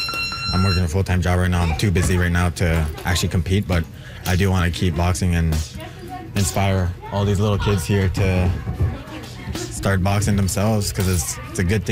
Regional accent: Pic Mobert First Nation, Ontario, Canada; now in Thunder Bay, Canada; I'm 19 from Pikmilbert First Nation, but I live in Thunder Bay now.

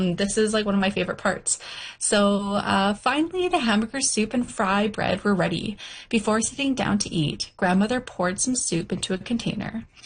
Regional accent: British Columbia, Canada; now in Victoria, Canada; I am a Nisga, and I'm from the Gannett, Frog, and Raven clan.

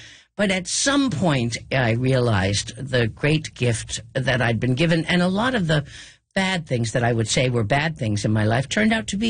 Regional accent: St. John's, Newfoundland and Labrador, Canada; I grew up in St. John's. Pretty well everyone in St. John's voted to return to be the Dominion of Newfoundla

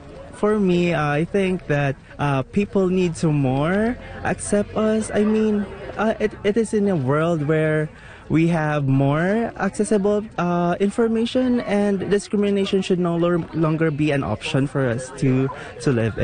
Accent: Philippines; now in Canada; I am 23 years old, and I am a Filipino, yeah.

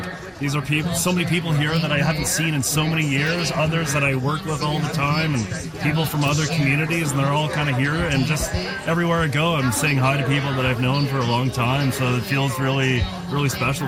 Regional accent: Whitehorse, Yukon, Canada; I'm from Whitehorse

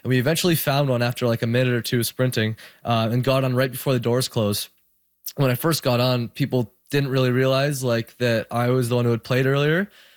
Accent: Toronto, Ontario, Canada; area where I'm from Toronto.

